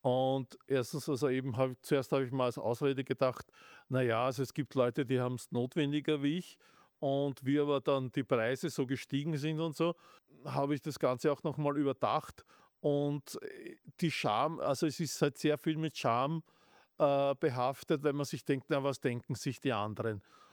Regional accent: Stadtschlaining, Burgenland, Austria; also born or lived in Vienna; Ich komme aus dem Burgenland, also in Stadt Schleining, dort wo auch die Friedensburg zu Hause ist. Habe lange Zeit in Wien gelebt, bin dann ins Burgenland gezogen.

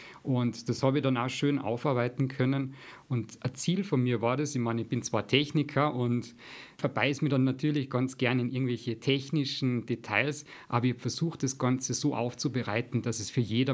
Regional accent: Mittersill, Salzburg, Austria; moved away as an adult; now in Graz, Austria; Also ich bin eigentlich gebürtiger Pinzgauer. Ich bin in Mittersil geboren, 1990, bin auch dort aufgewachsen. Seit meinem 18. Lebensjahr bin ich mittlerweile in Graz, deswegen ist mein Dialekt nicht mehr so vorhanden, wie er mal früher da war.

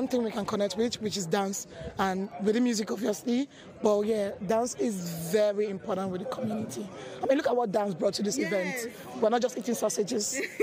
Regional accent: Nigeria; I am originally from Nigeria. Born and raised, you know, Nigeria to the world.

